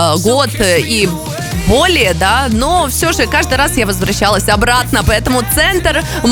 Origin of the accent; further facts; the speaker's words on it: Chișinău, Moldova; я из Кишинева, здесь родилась, здесь провела детство, выросла, и куда бы я ни уезжала, я пробовала жить в разных странах, да, год и более, да, но все же каждый раз я возвращалась обратно